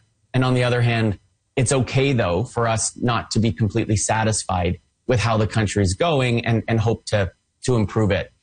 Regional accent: Canada

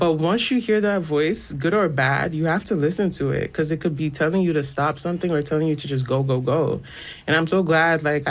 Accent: Nigeria; now in Canada; growing up in Nigeria, Nigeria is its own world. Stepping out of Nigeria and coming to Canada, I was like, wow.

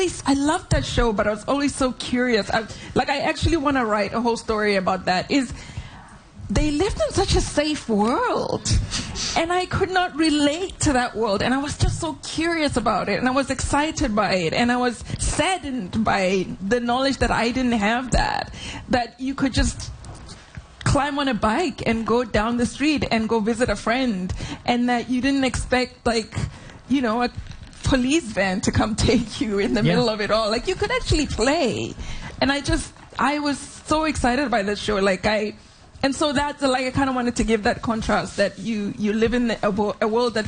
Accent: North West, South Africa; Anyway, I grew up in Bophuthatswana

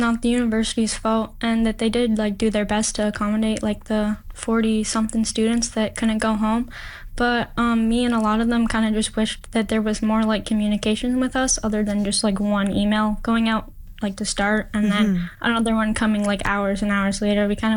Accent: Kenora, Ontario, Canada; moved away as an adult; I'm from a small town called Kenora, Ontario. It's close to the Manitoba border.

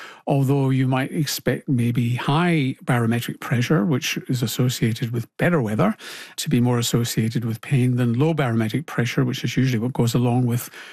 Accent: Glasgow, Scotland, United Kingdom; now in Australia; But it may well be that nice weather, such as you tend to get in Australia rather than Glasgow, my hometown, suggests that it's easier to get out and exercise and be fitter and healthier.

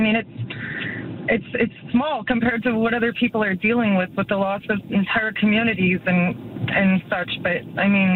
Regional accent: Vancouver, British Columbia, Canada; now in Thunder Bay, Canada; we're from Vancouver

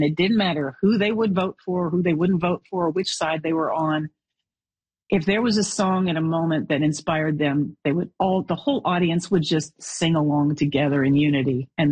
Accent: Alberta, Canada; So it blends growing up in Alberta, drivin

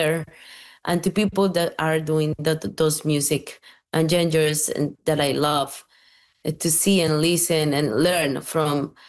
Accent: Veracruz, Mexico; I grew up in Veracruz. Eventually, I wanted to go back home.

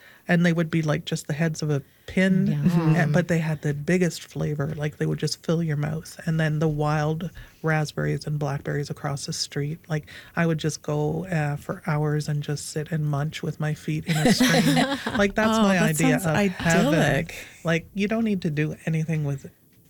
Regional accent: Nova Scotia, Canada; But growing up in Nova Scotia in a rural area, I would go picking.

